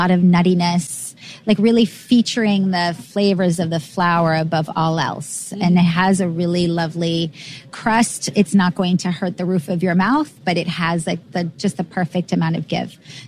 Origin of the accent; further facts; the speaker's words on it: Paris, Île-de-France, France; Because, you know, growing up in Paris, like, it's your go-to snack unless you're eating bread and chocolate